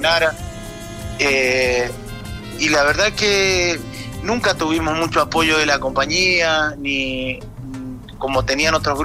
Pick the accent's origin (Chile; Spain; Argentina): Argentina; Mendoza; moved away; cuando nos fuimos de Mendoza, siempre nos fuimos pensando en hacer música propia, hacer nuestra música. Mi papá siempre fue músico, mis tíos también. Nosotros nos criamos viéndolos tocar en distintos lugares.